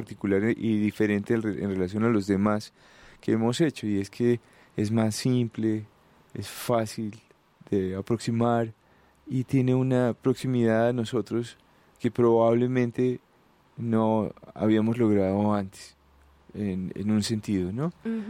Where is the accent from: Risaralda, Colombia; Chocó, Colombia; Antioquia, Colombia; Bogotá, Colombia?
Bogotá, Colombia; Yo soy bogotano, siempre hago viajes a Boyacá